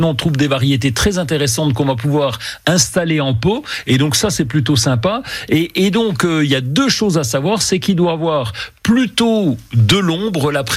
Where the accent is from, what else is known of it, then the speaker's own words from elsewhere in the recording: Bourgogne-Franche-Comté, France; chez nous, en Franche-Comté, on a plutôt, l'habitude d'avoir des terrains assez calcaires.